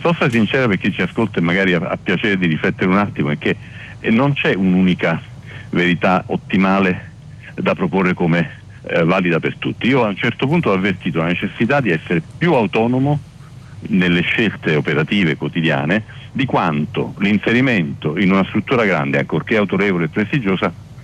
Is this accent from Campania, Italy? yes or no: yes; Naples, Campania, Italy; io sono napoletano di origine